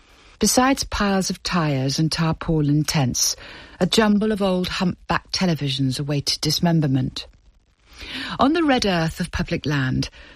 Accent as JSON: {"language": "English", "town": "Bristol", "region": "South West England", "country": "United Kingdom", "tie": "born or raised there", "said": "Growing up in Bristol in the 1960s, My dad used to push me under the turnstiles at Ashton Gate, the city ground."}